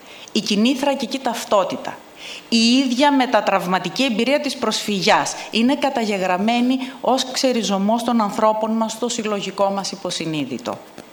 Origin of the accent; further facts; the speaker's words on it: Eastern Macedonia and Thrace, Greece; born there; Γεννηθήκαμε όλοι στη Θράκη. Μεγαλώσαμε ακούγοντας ιστορίες από παππούδες και γιαγιάδες.